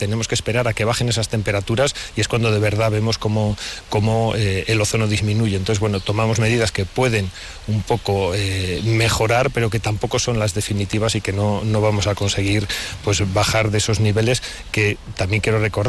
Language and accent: Spanish; Valladolid, Castile and León, Spain; para nosotros como vallisoletanos